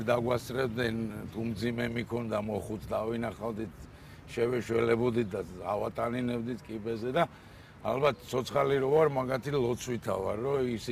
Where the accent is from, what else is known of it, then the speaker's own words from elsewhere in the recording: Tbilisi, Georgia; გავიზარდე მოსაშვილის ქუჩა ვაგის პარკთან.